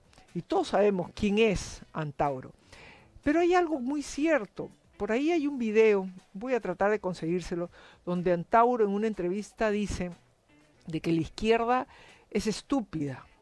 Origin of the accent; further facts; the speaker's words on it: Peru; porque soy patriota, porque soy peruano, porque soy de las entrañas del Perú.